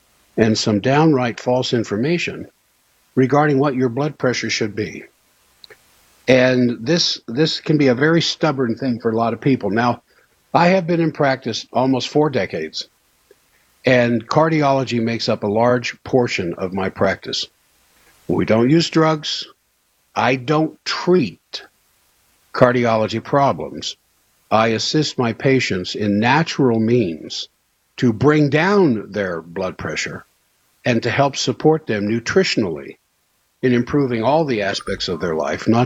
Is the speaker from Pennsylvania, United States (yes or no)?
no; Washington, District of Columbia, United States; born or raised there; now in Salt Lake City, United States